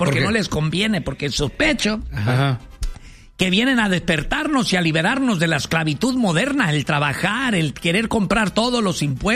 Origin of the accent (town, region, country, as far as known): Mexico